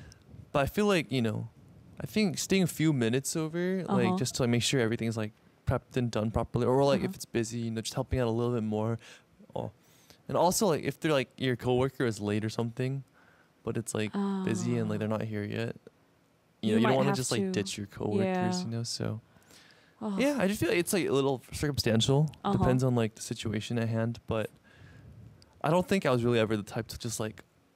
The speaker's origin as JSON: {"language": "English", "country": "Australia", "lives_now": "Korea", "said": "from Australia, and I have been living in Korea for 3 years."}